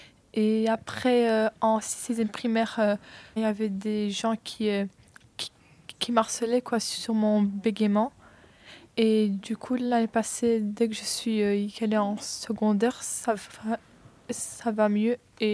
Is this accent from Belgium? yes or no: yes; Belgium; born there; Moi, j'ai 14 ans. Mon père vient du Maroc et ma mère aussi, mais je suis née ici, moi.